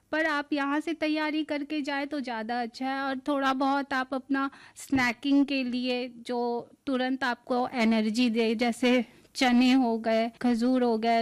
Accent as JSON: {"language": "Hindi", "region": "Chhattisgarh", "country": "India", "said": "हम तो छत्तीसगढ़ से हैं और वहाँ का क्लाइमेट अलग है"}